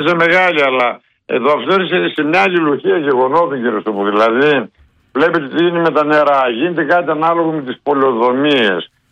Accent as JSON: {"language": "Greek", "region": "Macedonia", "country": "Greece", "said": "Η Χαλκιδική την ξέρω λίγο καλύτερα από εκείνον, ως Μακεδόνας."}